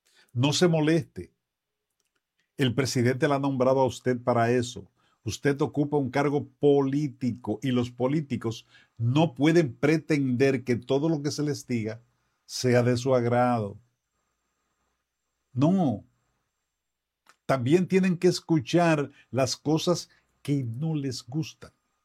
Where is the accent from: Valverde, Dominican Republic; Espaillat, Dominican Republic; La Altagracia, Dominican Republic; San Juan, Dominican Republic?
Valverde, Dominican Republic; Mao; moved away; aunque no vivo en Mao, soy maeño de pura cepa y amo mi ciudad y mi entorno